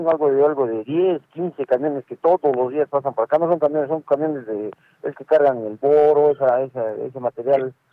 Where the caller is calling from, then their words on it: Characato, Arequipa, Peru; Yo soy abogado de Characato.